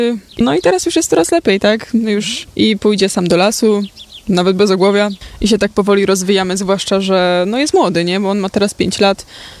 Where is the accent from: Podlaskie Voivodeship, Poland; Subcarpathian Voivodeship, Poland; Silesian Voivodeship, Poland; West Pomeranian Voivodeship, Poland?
West Pomeranian Voivodeship, Poland; Koszalin; Z Koszalina. Z Jamna.